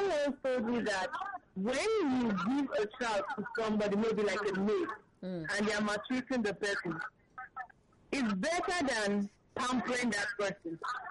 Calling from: Abuja, Federal Capital Territory, Nigeria; I'm calling from Abuja.

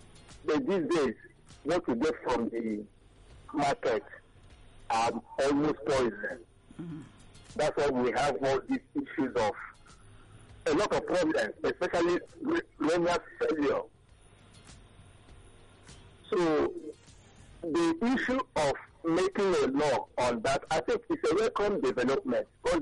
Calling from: Eba, Nigeria; I'm from Eba.

